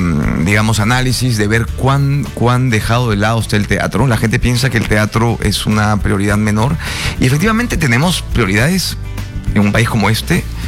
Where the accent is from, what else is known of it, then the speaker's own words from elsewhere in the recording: Peru; así como los peruanos somos como sociedad clasistas